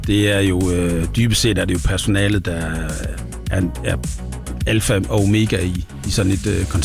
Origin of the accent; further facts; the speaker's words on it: Jutland, Denmark; Nu er vi jo jyder